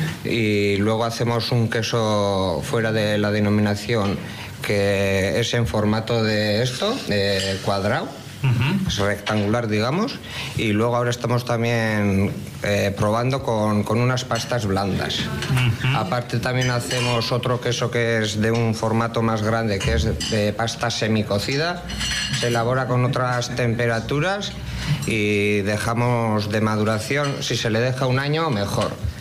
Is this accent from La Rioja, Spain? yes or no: no; Oronoz, Navarre, Spain; moved away as an adult; now in Azpilcueta, Spain; Mi padre era ganadero y luego ahora vivo en Azpilcueta, pero yo soy de Oronoz.